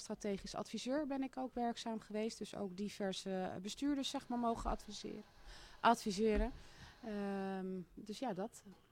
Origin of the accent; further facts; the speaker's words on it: Huizen, North Holland, Netherlands; born there; moved away as an adult; now in Hierden, Netherlands; Ik kom uit Huizen. Huizen? Ja, daar ben ik geboren.